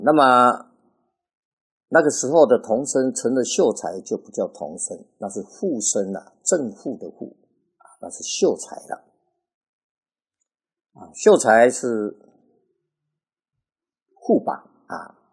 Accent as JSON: {"language": "Chinese", "country": "China", "said": "我们是中国人，中国文化就在四书里面"}